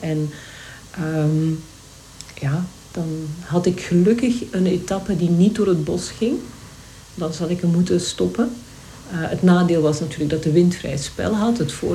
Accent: Flanders, Belgium; Want ik ben een wandelaar van Vlaanderen. Veel bergen hebben wij niet.

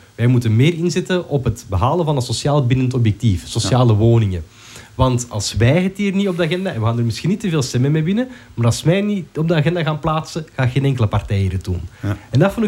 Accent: Schilde, Flanders, Belgium; now in Antwerp, Belgium; Ik woon nu in Antwerpen, maar ik ben opgegroeid in Schilde.

